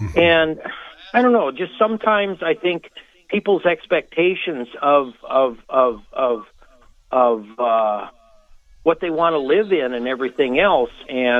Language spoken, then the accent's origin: English; West Fargo, North Dakota, United States; I mean, I grew up in West Fargo, and we lived in subsidized housing because we were poor.